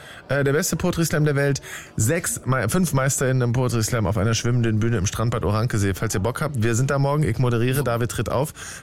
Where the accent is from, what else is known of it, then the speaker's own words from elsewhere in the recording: Berlin, Germany; Ich bin aus Reinickendorf